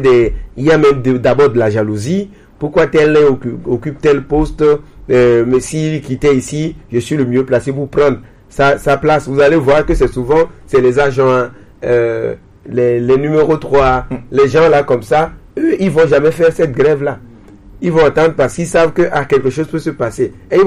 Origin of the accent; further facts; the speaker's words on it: Togo; Les Togolais ne sont pas solidaires. Nous, Togolais, nous ne sommes pas vraiment solidaires.